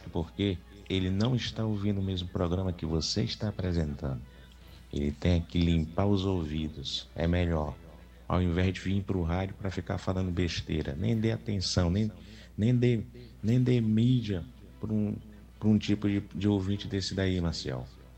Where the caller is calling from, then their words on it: São Luís, Maranhão, Brazil; sou do bairro da Alemanha.